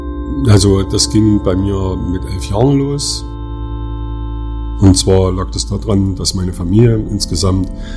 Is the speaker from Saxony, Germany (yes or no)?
yes; Oelsnitz, Saxony, Germany; ich bin in einer Kleinstadt im Vogtland aufgewachsen, in Ösnitz.